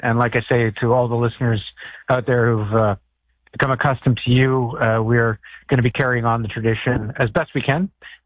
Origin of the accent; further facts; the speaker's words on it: Toronto, Ontario, Canada; also born or lived in Alberta; I grew up in Toronto. I've covered politics in three provinces, including Alberta. I spent 8 years in Alberta and spent time in the United States for CTV National News